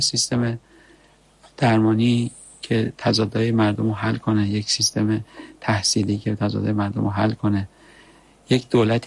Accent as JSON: {"language": "Persian", "country": "Iran", "said": "مردمم، ایرانم، وطنم"}